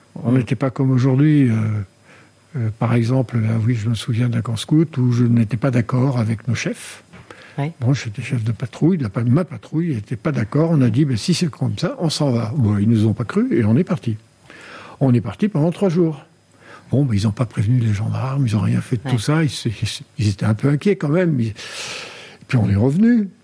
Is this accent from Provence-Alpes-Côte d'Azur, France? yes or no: yes; Provence-Alpes-Côte d'Azur, France; Bon, pour des tas de raisons, je me suis retrouvé pensionnaire à Aix-en-Provence. Donc là, j'ai quitté la Camargue, j'ai découvert...